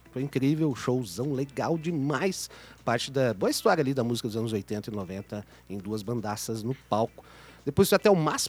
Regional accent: Barbacena, Minas Gerais, Brazil; Ó, eu lembro que quando era criança lá em Barbacena, criança pequenininha

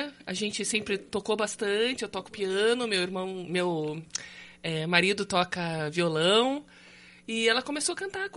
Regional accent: Curitiba, Paraná, Brazil; Sou nascida e criada em Curitiba.

